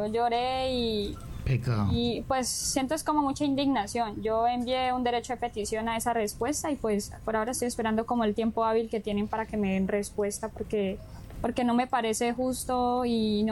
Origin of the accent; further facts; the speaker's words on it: Popayán, Cauca, Colombia; moved away as an adult; Del Cauca, soy de Copaya.